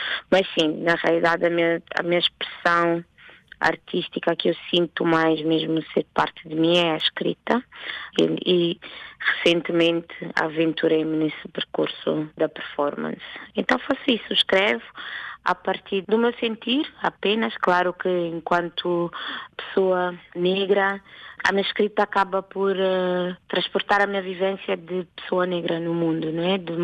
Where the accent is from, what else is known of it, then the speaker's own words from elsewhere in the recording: Rome, Lazio, Italy; Portuguese is a second language; moved away as an adult; now in Portugal; eu nasci e cresci em Itália, em específico em Roma. Há quase 13 anos que eu deixei Roma para vir para Portugal.